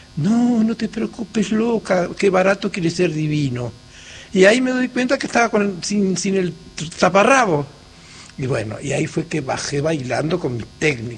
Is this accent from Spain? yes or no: no; Ingeniero Jacobacci, Río Negro, Argentina; born or raised there; also born or lived in San Antonio